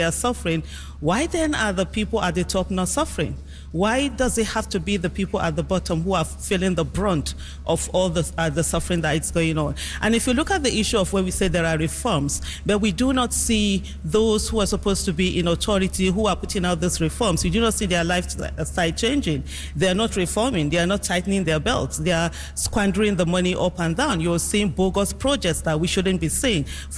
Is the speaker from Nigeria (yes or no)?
yes; Nigeria; I'm a Nigerian and I live in Nigeria.